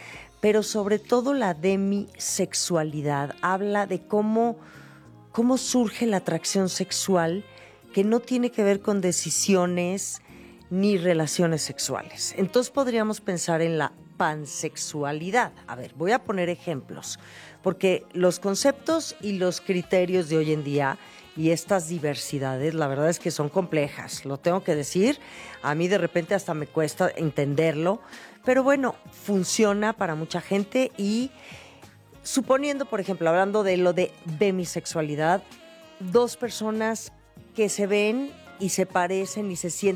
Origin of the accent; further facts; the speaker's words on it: Mexico; nuestra nacionalidad como mexicanos